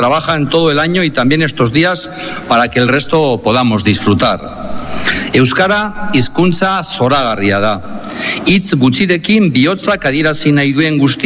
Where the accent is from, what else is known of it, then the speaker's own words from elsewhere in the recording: Bilbao, Basque Country, Spain; Última Aztenagusi como alcalde, pero no como bilbaíno.